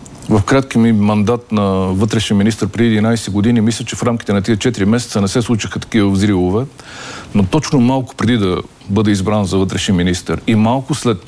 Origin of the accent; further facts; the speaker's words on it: Southwestern Bulgaria, Bulgaria; с родния ми край около Рилското корито и Югозападна България